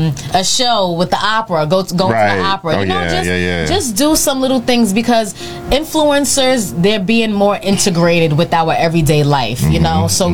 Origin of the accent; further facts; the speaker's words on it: New York City, New York, United States; when I travel certain places as a New Yorker